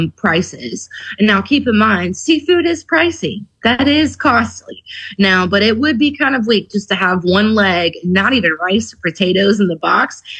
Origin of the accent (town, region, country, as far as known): Palatka, Florida, United States; born or raised there